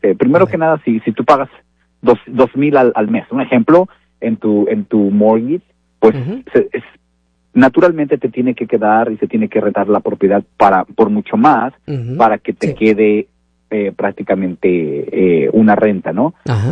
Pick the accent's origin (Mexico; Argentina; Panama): Mexico; parece que me vengo a retirar, soy mexicano, pero quiero retirarme aquí